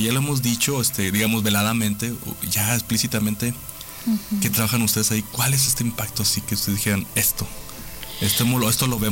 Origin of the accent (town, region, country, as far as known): Mexico